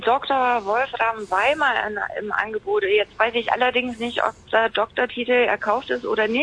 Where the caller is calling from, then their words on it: Leipzig, Saxony, Germany; Aus Leipzig.